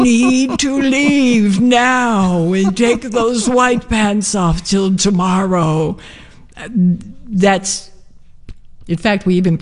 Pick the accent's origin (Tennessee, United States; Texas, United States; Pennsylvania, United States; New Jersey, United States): Tennessee, United States; born there; this was in a small town in Tennessee where they just literally pulled out all the stops on Labor Day, big old parades and bands and cookouts